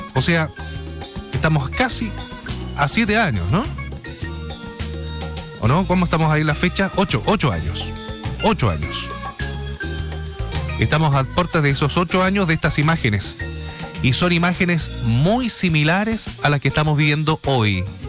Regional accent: Chile; no sé si será porque somos chilenos, tenemos mala memoria

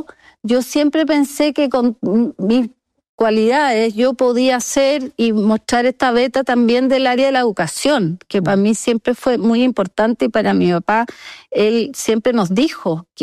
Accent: Santiago, Santiago Metropolitan Region, Chile; born there; Yo nací en Santiago, pero después mi papá, con estas cantidades de obras que ha hecho, que recorrió del norte

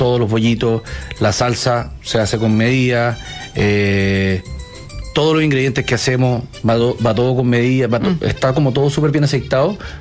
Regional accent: Chile; born there; Nací en Chile, sí.

